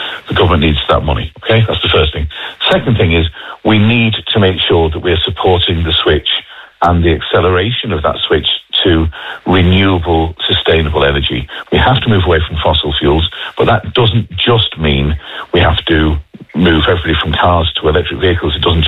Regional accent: Munster, Ireland; despite my funny accent, North Cork is home to me. And my mother lives in North Cork.

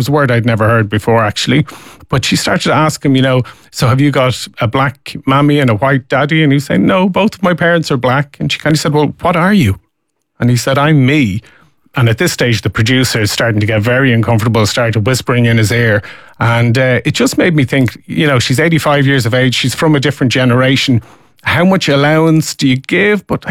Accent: Croydon, London, United Kingdom; I'm from Croydon.

